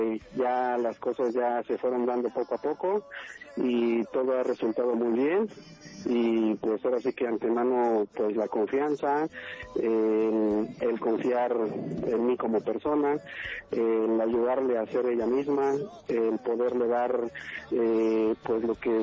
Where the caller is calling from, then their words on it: Mexico City, Mexico; Yo soy de ahí, de la Ciudad de México. Soy de ahí, del aeropuerto, ahí por la aduana. Sí. Pero ahorita andamos de viaje y andamos aquí por León.